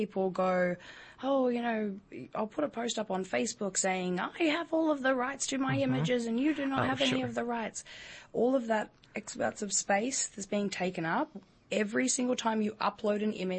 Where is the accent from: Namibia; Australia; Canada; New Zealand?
Australia; now in United States; I don't know if you've pegged the accent, but not from here.